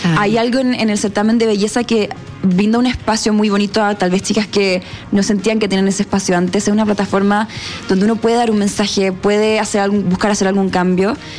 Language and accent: Spanish; Viña del Mar, Valparaíso, Chile; moved away as an adult; now in Santiago, Chile; Yo soy de Viña, pero me vine acá a estudiar en la universidad hace varios años y estoy viviendo aquí.